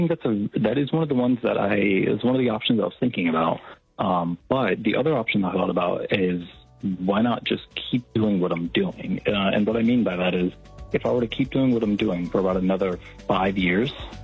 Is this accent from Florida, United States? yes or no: yes; Florida, United States; I'm from Florida, and we make crap money there.